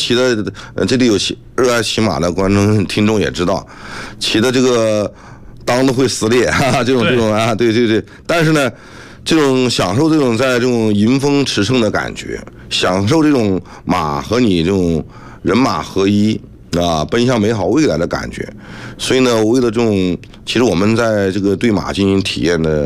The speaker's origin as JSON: {"language": "Chinese", "region": "southern China", "country": "China", "said": "因为我是南方人"}